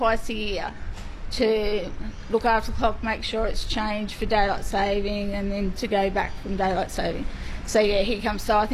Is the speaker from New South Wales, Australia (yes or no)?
yes; Manilla, New South Wales, Australia; now in Tamworth, Australia; I grew up in Manila